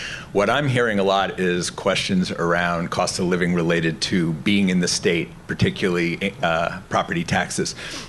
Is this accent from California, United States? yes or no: no; Brentwood, New Hampshire, United States; I'm from Brentwood, New Hampshire.